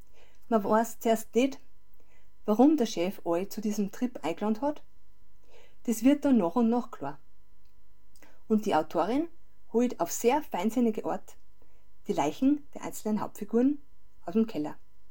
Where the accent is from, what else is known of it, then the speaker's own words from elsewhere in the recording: St. Wolfgang im Salzkammergut, Upper Austria, Austria; now in Strobl, Austria; Seit 2010 wohne ich in Strobe, ursprünglich komme ich aus St. Wolfgang.